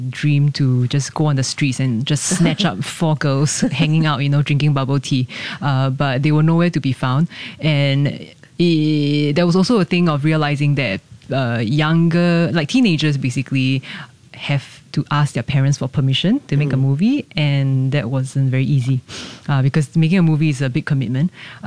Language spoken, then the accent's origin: English; Singapore; moved away; growing up in Singapore, I think is extremely unique.